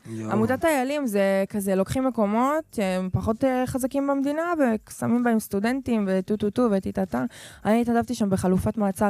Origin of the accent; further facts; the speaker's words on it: Netivot, Southern District, Israel; את מנתיבות? אני אומרת לו, כן.